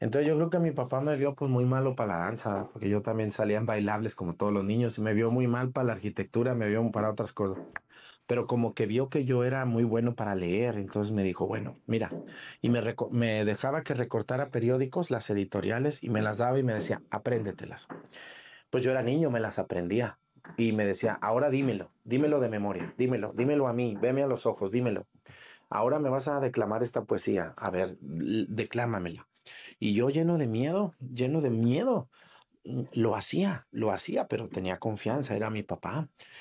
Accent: Jalisco, Mexico; Por cierto, en Yahualica, un saludo a la gente de Yahualica y a media hora de mi pueblo.

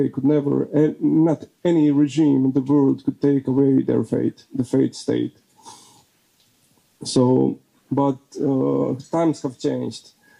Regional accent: Herzegovina, Bosnia & Herzegovina; English is a second language; my Croatian people here in Bosnia and Herzegovina

